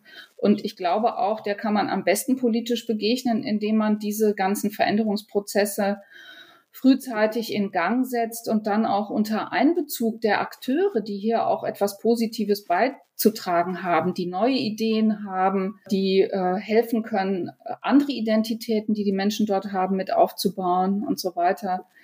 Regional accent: North Rhine-Westphalia, Germany; moved away; ich komme ja ursprünglich aus dem Ruhrgebiet

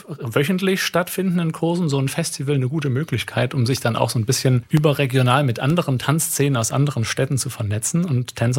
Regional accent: Baden-Württemberg, Germany; born there; moved away as an adult; also born or lived in Cottbus; now in Chemnitz, Germany; Ich komme gar nicht ursprünglich aus Chemnitz, sondern ich bin gebürtiger Baden-Württemberger. Und dann hat es mich durch Zufall in den Osten verschlagen, habe erst einen kleinen Zwischenstopp in Cottbus gemacht, habe dann meine Partnerin hier in Chemnitz kennengelernt und bin seit 2021 hier in Chemnitz.

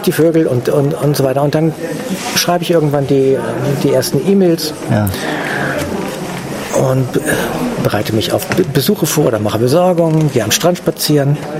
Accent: Schleswig-Holstein, Germany; born or raised there

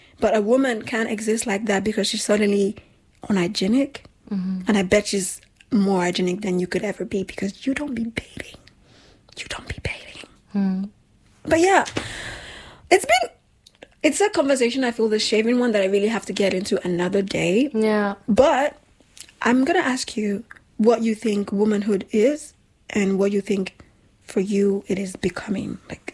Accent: Nigeria; born or raised there; now in Europe

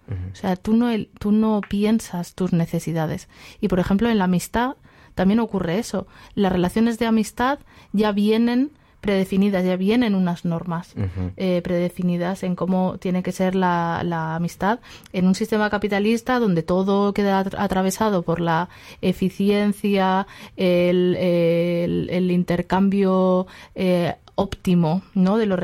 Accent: Aragon, Spain; yo de donde vengo, que es de la región de Aragón, en España

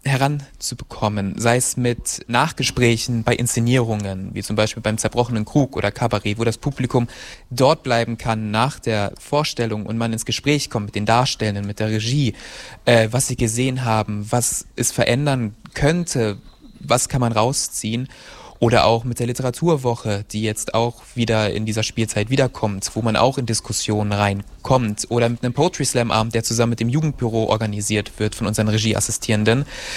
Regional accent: Braunschweig, Lower Saxony, Germany; born or raised there; also born or lived in Gifhorn / Magdeburg / Regensburg; now in Eisleben, Germany

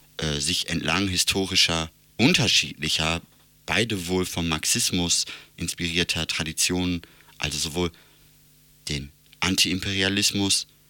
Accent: North Rhine-Westphalia, Germany; now in Hamburg, Germany; Ich komme aus dem Ruhrgebiet.

